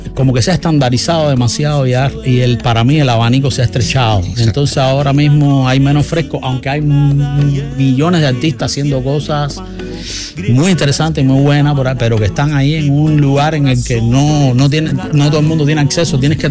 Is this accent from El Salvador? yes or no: no; Cuba; moved away; Yo salí de Cuba en el año 92, 93 y hasta ahora. No he vuelto antes, en los 90 volvía.